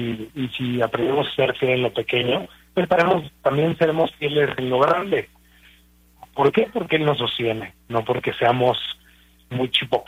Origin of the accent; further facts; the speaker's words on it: Guadalajara, Jalisco, Mexico; Pues mira, yo soy de Guadalajara, tengo 36 años, soy el más grande de 6 hijos.